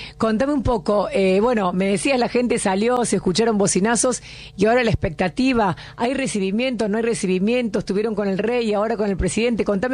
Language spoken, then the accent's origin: Spanish; Argentina; Vos sos argentino también, vos sabés lo que somos nosotros de locos y de exorbitados.